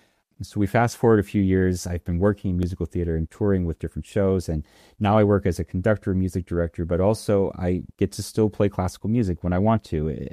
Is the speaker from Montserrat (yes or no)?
no; Michigan, United States; I grew up outside of Detroit. I'm half Japanese, half white. There was strong anti-Japanese sentiment in Detroit because of the auto industry